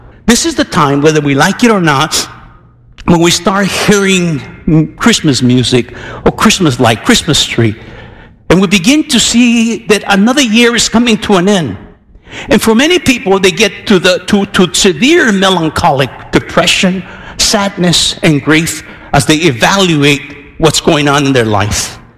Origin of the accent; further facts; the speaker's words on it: Tijuana, Baja California, Mexico; Well, man, Jack, I'm a guy from Tijuana.